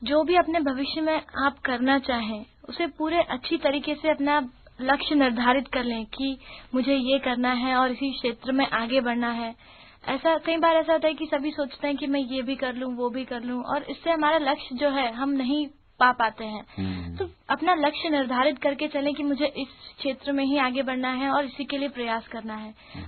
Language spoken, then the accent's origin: Hindi; Indore, Madhya Pradesh, India; born there; संतोष जी, इंदौर में ही मेरा जन्म हुआ है